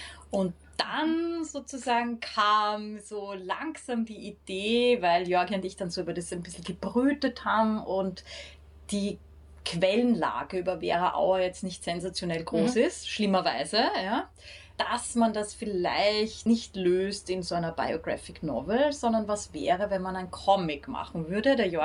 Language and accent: German; Austria; gerade als Österreicherin